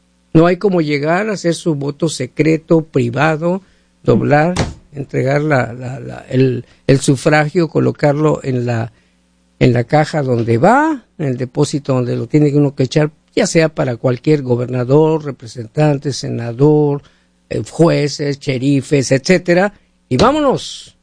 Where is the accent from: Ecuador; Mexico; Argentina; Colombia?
Mexico; Tú eres de México, yo soy de México.